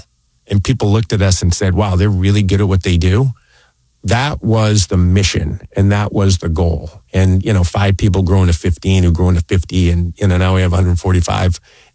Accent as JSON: {"language": "English", "town": "Bristol", "region": "Connecticut", "country": "United States", "tie": "born or raised there", "said": "I grew up in Bristol, Connecticut"}